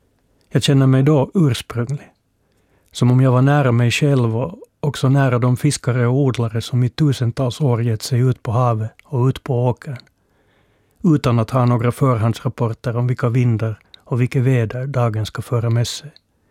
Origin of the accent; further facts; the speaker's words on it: Helsinki, Uusimaa, Finland; accent: Finland Swedish; I Helsingfors, som jag kommer ifrån